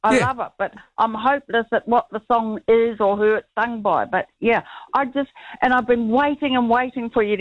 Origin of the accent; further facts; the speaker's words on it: New Zealand; I used to say, oh, look, I'm from New Zealand. We don't believe in tipping.